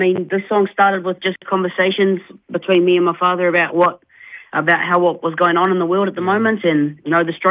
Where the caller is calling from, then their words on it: Taupo, Waikato, New Zealand; Taupo, New Zealand, bro.